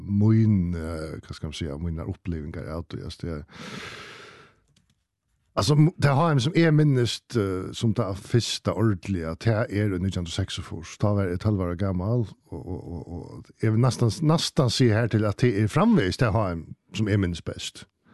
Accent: Denmark; trots att jag är dansk.

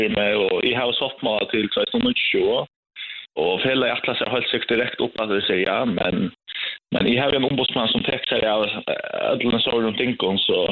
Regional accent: Poland; Swedish is a second language; Och särskilt att jag kom från Polen, vi alltid hade hälte vi

